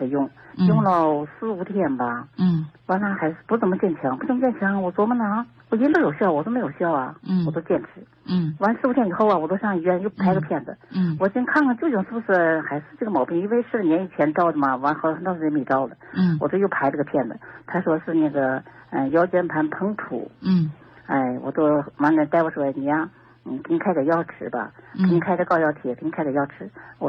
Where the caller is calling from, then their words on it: Tianjin, China; 天津宁河的人。今年69岁。